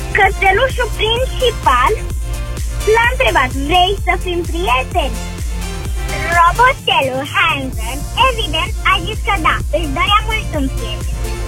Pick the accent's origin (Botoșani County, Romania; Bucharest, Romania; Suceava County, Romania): Bucharest, Romania; și am 8 ani și 7 luni și sunt din București.